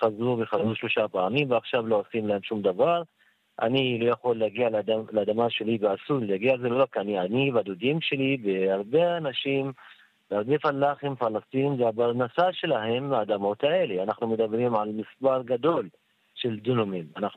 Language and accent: Hebrew; Palestine